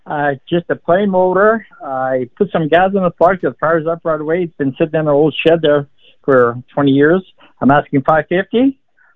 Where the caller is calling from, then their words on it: Winnipeg, Manitoba, Canada; Winnipeg.